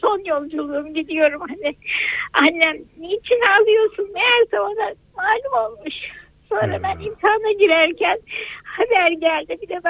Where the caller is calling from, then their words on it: Samsun, Turkey; Samsun'dan arıyorum ben